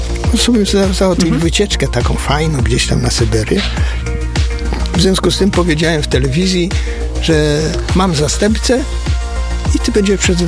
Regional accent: Lubomierz, Lower Silesian Voivodeship, Poland

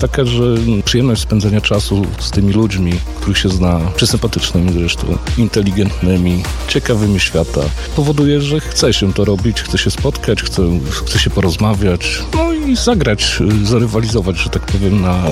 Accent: Włodawa, Lublin Voivodeship, Poland; Ja sam pochodzę z Włodawy.

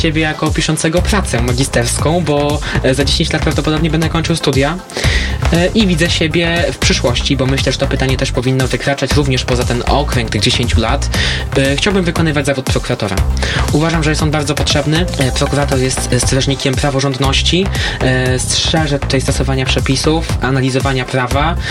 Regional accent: Łomża, Podlaskie Voivodeship, Poland; jestem Łomżyniakiem, wychowałem się w Łomży, tutaj się urodziłem.

